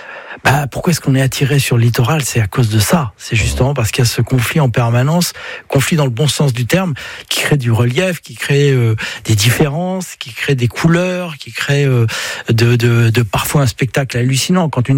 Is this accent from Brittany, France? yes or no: yes; Brittany, France